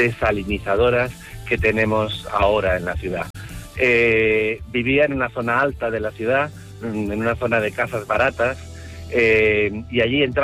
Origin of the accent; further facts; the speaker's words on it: Las Palmas de Gran Canaria, Canary Islands, Spain; born there; now in Santiago de Compostela, Spain; llamo desde Santiago, pero yo soy canario, de Las Palmas de Gran Canaria, y nací en los 60.